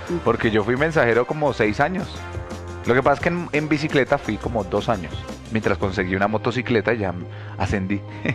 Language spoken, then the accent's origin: Spanish; Colombia